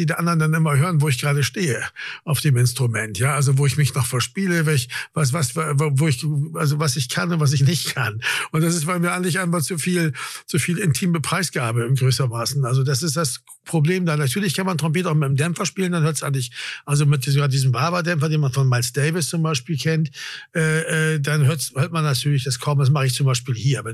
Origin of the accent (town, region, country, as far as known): Bremen, Germany; born or raised there